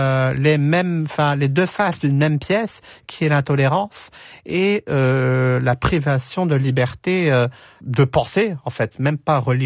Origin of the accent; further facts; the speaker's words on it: France; français, algérien, j'ai mes deux nationalités et je les porte fièrement.